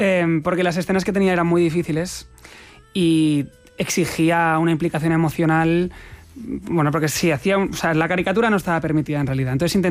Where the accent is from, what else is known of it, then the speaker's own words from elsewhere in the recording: Catalonia, Spain; Entonces yo que interpreto a Dalí soy catalán